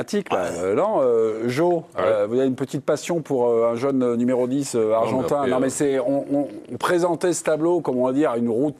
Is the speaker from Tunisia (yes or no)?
no; France; C'est pour ces raisons-là, on va dire, parce qu'on est français, donc finalement, puis...